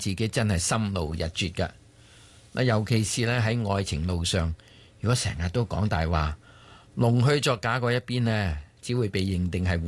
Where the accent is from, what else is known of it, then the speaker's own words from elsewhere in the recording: Guangdong, China; 我哋廣東人